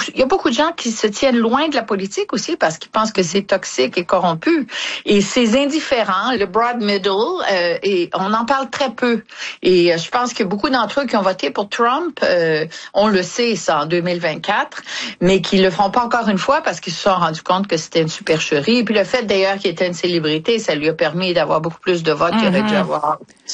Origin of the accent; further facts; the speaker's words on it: Quebec, Canada; now in United States; Moi, en tant que Québécoise qui vit aux États-Unis depuis 40 ans, mais qui est aussi américaine parce que j'ai des enfants américains et un mari américain